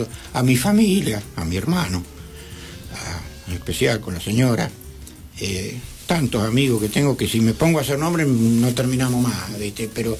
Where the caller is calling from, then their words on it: Viedma, Río Negro, Argentina; saludar a todo mi pueblo, mi comarca y Patagonia y Viedma